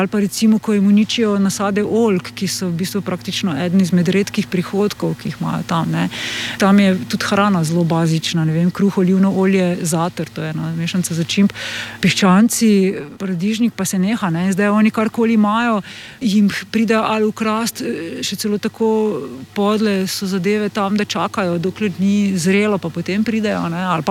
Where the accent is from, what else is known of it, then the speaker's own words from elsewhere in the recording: Maribor, Drava, Slovenia; sem iz Maribora